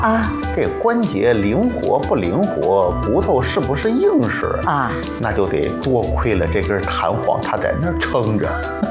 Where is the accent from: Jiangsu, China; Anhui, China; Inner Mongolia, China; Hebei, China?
Jiangsu, China; Xuzhou